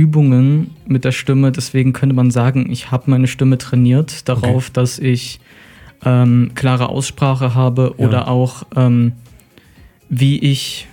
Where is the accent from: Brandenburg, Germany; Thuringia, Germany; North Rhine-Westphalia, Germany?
Thuringia, Germany; Stadtilm; Ich bin aus Stadt Ilm